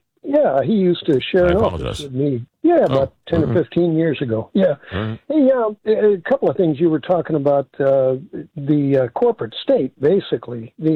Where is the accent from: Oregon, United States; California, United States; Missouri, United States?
Missouri, United States; Webster Groves; And, you know, I told you I was raised in Missouri. I was in Webster.